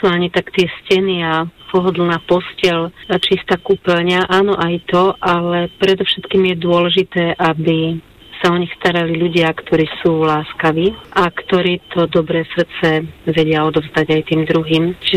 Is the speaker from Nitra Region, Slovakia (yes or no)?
yes; Obyce, Nitra Region, Slovakia; moved away; Pochádzam z Obíc